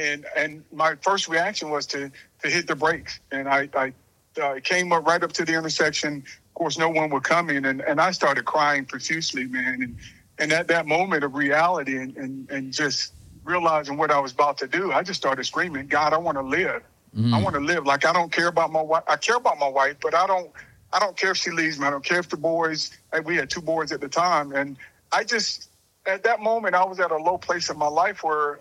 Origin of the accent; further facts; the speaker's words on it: Vidalia, Georgia, United States; I'm from Georgia. Place called Vidalia, yeah, Sweet Onion.